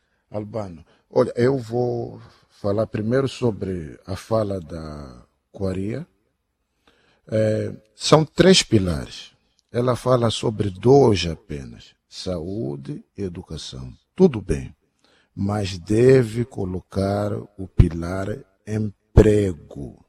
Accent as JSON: {"language": "Portuguese", "country": "Mozambique", "said": "Nós somos moçambicanos."}